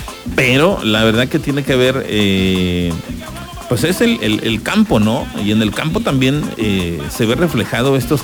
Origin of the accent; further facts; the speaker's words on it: Mexico; esto es realmente algo que tiene que ver con parte de la cultura y de nuestra creencia como mexicanos.